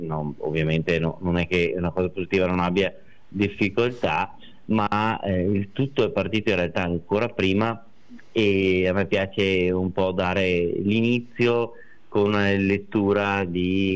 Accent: Isola Vicentina, Veneto, Italy; sono di Isola Vicentina, quindi appunto zona nord di Vicenza, zona diciamo della pedemontana vicentina

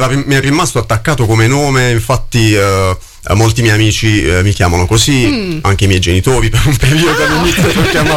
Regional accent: Mola di Bari, Apulia, Italy; Sono originario della Puglia

